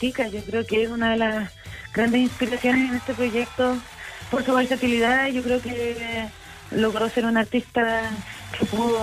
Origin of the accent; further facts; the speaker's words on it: Punta Arenas, Magallanes and Chilean Antarctica, Chile; yo soy de Punta Arenas, del sur, y siempre escuché harto folclore argentino que llega harto a Punta Arenas